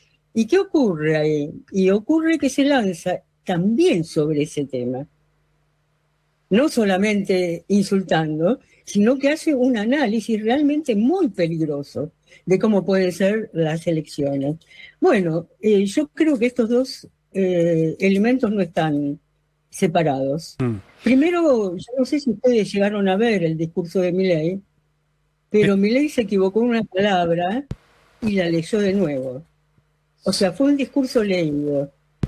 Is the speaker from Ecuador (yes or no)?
no; Argentina; now in São Paulo, Brazil; a mí como argentina me dio vergüenza